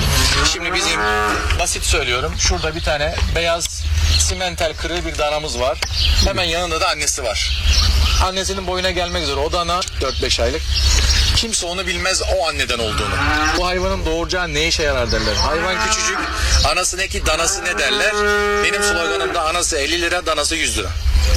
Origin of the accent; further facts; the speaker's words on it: Aydın, Turkey; also born or lived in Istanbul; Uzun süreler İstanbul'da görev yaptım. Aslen Aydınlıyım. Aydın'a yerleştim, geldim.